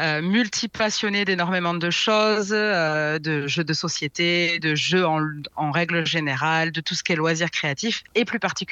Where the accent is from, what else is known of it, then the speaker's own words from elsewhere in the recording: Nice, Provence-Alpes-Côte d'Azur, France; moved away as an adult; also born or lived in Paris; now in Auch, France; je suis d'ici et d'ailleurs, en vrai, je suis parisienne de naissance, dans le Gers. J'ai vécu la plupart du temps, enfin jusqu'à mes 22 ans, à Nice néanmoins